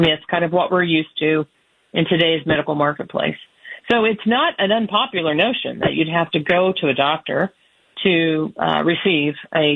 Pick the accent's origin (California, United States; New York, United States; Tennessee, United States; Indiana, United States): Indiana, United States; Texas, my home state of Indiana.